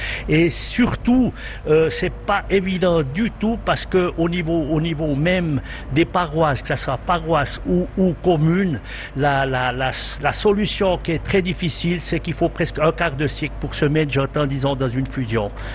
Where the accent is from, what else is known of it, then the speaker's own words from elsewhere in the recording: Péry, Bern, Switzerland; Non, je suis de Péry.